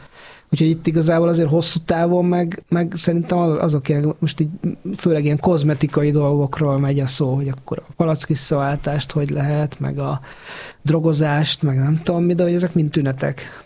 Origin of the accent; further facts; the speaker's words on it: Kecskemét, Bács-Kiskun, Hungary; mondjuk én szülővárosomban, Kecskeméten is látom, hogy szinte ugyanaz megy, mint Budapesten